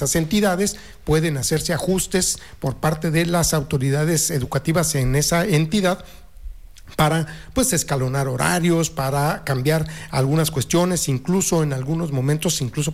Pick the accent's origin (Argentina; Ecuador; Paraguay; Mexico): Mexico